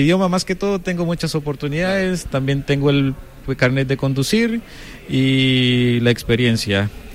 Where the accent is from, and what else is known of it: Nicaragua; now in Soria, Spain